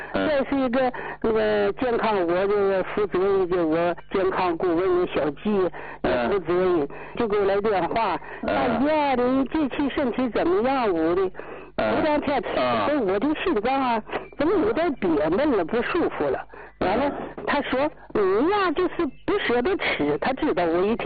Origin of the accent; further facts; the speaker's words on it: Dalian, Liaoning, China; 大连的呀。